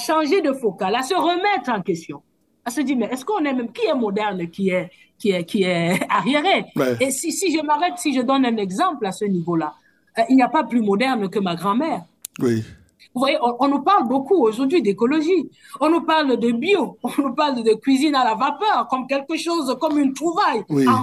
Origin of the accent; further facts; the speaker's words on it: Cameroon; j'ai été dans le bureau de ce qu'on appelle chez nous au Cameroun le BENCINET